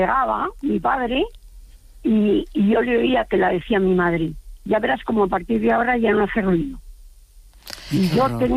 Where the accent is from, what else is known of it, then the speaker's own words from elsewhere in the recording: Burgos, Castile and León, Spain; born there; Pues es que yo nací en Burgos y mi padre no me conoció hasta los 8 días de haber nacido.